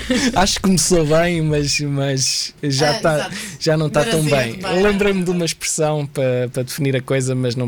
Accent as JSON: {"language": "Portuguese", "town": "Coimbra", "region": "Centro", "country": "Portugal", "said": "Eu sou de Coimbra."}